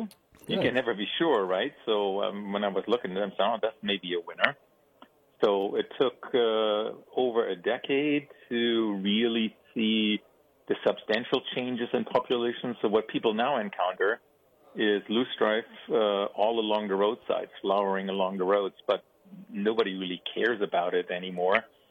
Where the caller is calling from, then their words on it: Richford, New York, United States; I'm a little outside Ithaca. I'm living on a hill 20 minutes southeast of Ithaca. So I'm actually in the town of Richford, if that rings a bell for you, if you ever traveled here.